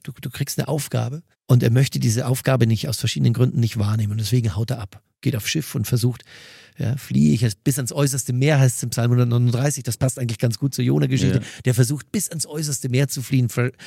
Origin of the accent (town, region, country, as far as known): Mühldorf am Inn, Bavaria, Germany